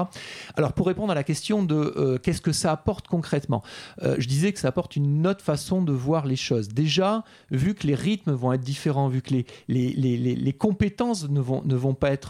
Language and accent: French; Toulouse, Occitanie, France; now in Paris, France; moi je suis toulousain